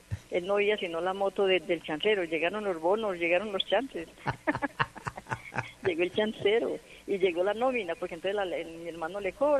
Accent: Tarso, Antioquia, Colombia; now in Pereira, Colombia; Mi papá es de Tarso, Antioquia. Nosotros somos de Tarso, Antioquia.

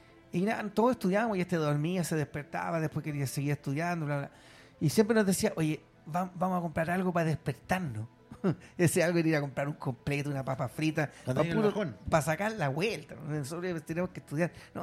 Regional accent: San Bernardo, Santiago Metropolitan Region, Chile; moved away; Yo tengo que decir que yo, que vengo de San Bernardo, me vine a vivir acá hace unos años.

